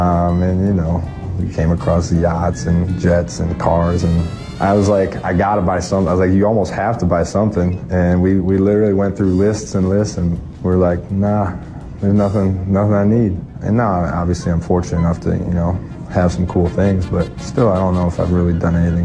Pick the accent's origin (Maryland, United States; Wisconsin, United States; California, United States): Wisconsin, United States; Pewaukee; he's from Pewaukee, I'm from Pewaukee, we've been friends forever.